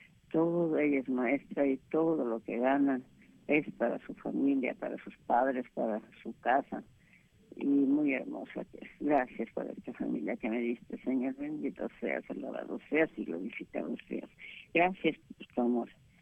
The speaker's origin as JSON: {"language": "Spanish", "region": "Jalisco", "country": "Mexico", "tie": "born or raised there", "said": "Tú sabes que nos criamos allá en Jalisco y pues queremos mucho Guadalajara y a nuestro estado."}